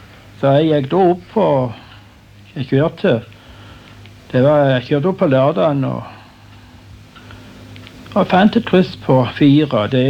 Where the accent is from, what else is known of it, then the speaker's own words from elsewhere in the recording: Lyngdal, Agder, Norway; og da begynte Lodd å pendle her hjemme i Lyngdal. Det var da jeg og talte med et menneske på Jæren, og jeg stod hjemme i Lyngdal.